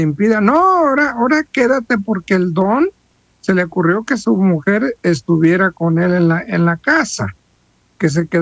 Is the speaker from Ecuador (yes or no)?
no; Mexico; yo que soy de México, muy diferente.